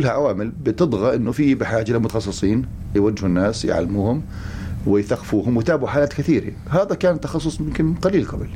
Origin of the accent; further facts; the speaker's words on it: Palestine; احنا هذا نفكر فيه كفلسطينيين